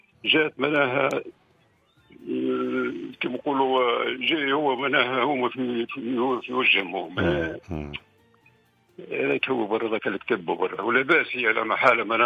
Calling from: El Djem, Mahdia Governorate, Tunisia

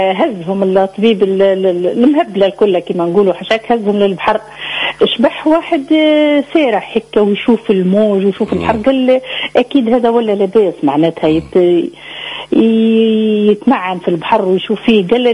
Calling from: Mareth, Gabès Governorate, Tunisia; معك هنا من مارث.

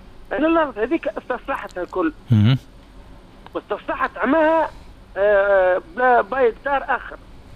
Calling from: Hazoua, Tozeur Governorate, Tunisia; تحية من الجنوب الغربي من حزوة.

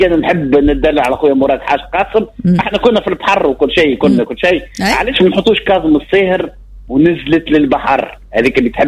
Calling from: Korbous, Nabeul Governorate, Tunisia; انا في قربص معناتها بحذاكم في قربص مش بعيد على ولايه نابل.

